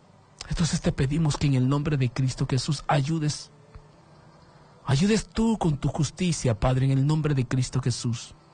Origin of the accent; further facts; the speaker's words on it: Honduras; Te lo digo como hondureño